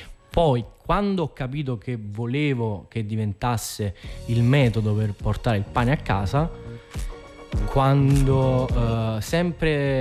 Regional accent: Rome, Lazio, Italy; born there; also born or lived in Naples

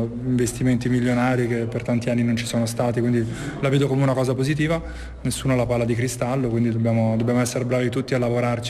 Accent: Rome, Lazio, Italy

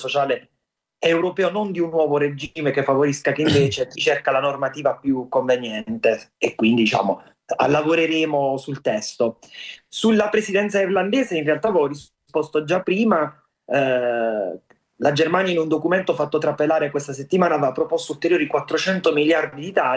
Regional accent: Southern Italy, Italy; a me che vengo dal Mezzogiorno

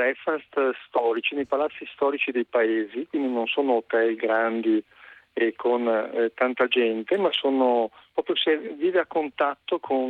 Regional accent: Veneto, Italy; la mia terra, faccio questa premessa, che è l'altopiano di Asiago, in provincia di Vicenza, terra meravigliosa, verde, con tanti paesini tranquilli dove stare al fresco

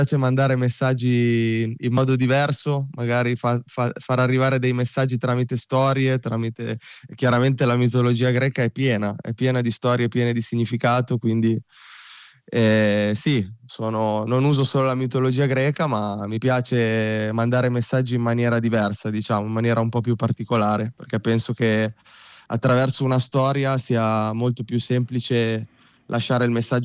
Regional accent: Parma, Emilia-Romagna, Italy; perché io sono nato e cresciuto a Parma

